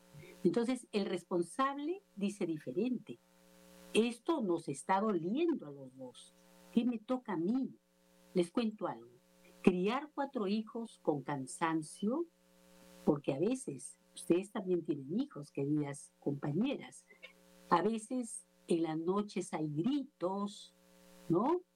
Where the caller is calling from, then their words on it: Lima, Peru; les hablo desde Lima, Perú